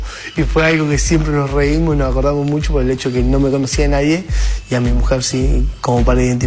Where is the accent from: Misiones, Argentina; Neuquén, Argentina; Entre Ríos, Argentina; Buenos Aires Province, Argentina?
Neuquén, Argentina; Andacollo; moved away; also born or lived in Lincoln; jugué al fútbol mucho tiempo, casi toda mi infancia en mi pueblo, en el norte de Neuquén, en Andacollo, y jugué hasta que me vine a Lincoln.